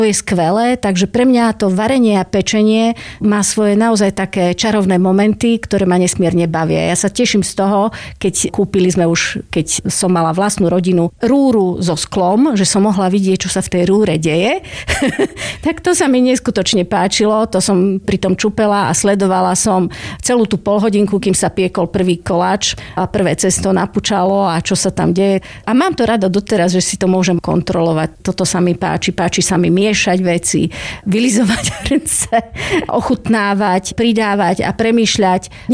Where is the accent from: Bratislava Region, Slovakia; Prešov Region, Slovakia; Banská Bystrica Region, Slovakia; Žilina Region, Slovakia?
Banská Bystrica Region, Slovakia; Rimavská Sobota District; ja pochádzam zo stredného Slovenska, z okresu Rimavská Sobota